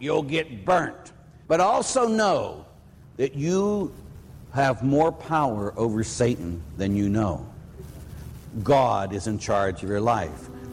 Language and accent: English; Pittsburgh, Pennsylvania, United States; And at Waldemar, because we're from Pittsburgh, we came up there.